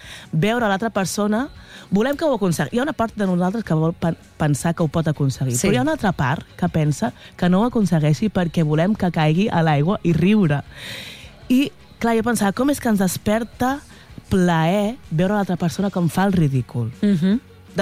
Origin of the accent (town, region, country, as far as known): Hostalets de Balenyà, Catalonia, Spain; born or raised there